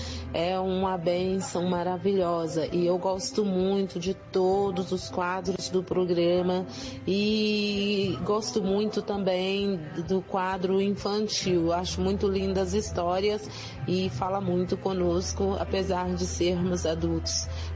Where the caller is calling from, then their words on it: Suzano, São Paulo, Brazil; Sou aqui de Suzano.